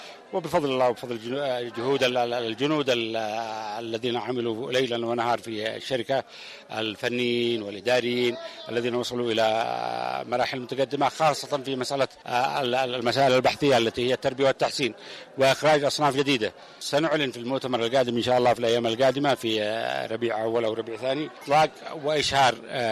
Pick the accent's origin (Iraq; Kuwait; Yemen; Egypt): Yemen; كشعب يمني